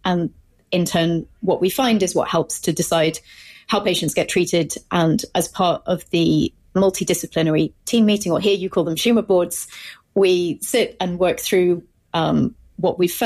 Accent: North East England, United Kingdom; now in Cambridge, United Kingdom; So I grew up in the very north of England in a county called Northumberland.

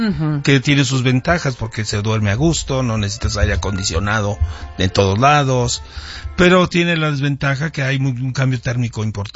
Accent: Mexico City, Mexico; Pero aquí nací, aquí crecí, aquí me formé en la Ciudad de México

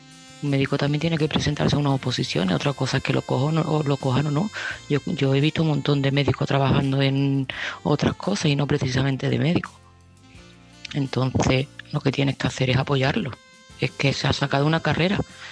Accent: Seville, Andalusia, Spain; de Sevilla y este mensaje para Fernando.

